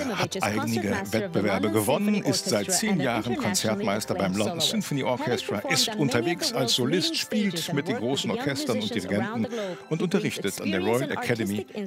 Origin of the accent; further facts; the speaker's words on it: Armenia; vor allem weil es in diesem Jahr in Armenien stattfindet, meine Heimat.